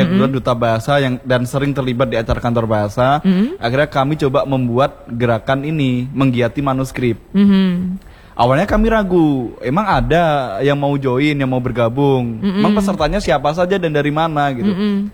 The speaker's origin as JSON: {"language": "Indonesian", "region": "Java", "country": "Indonesia", "moved": "yes", "said": "Pertama, saya nggak punya teman kan, karena saya dari Jawa sendiri nih ke sini."}